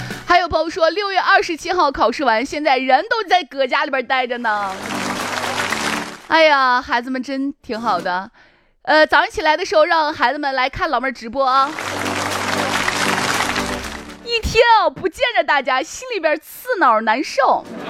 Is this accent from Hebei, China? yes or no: no; Shaanxi, China; 我们陕西人